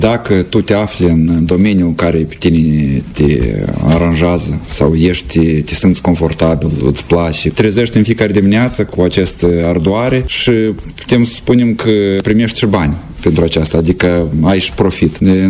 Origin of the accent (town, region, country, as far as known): Moldova